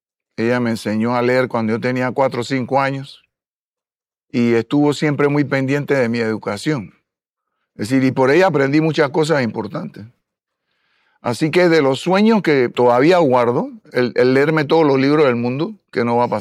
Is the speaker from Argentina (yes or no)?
no; Panama; moved away as an adult; Nací en Panamá el 16 de julio de 1948.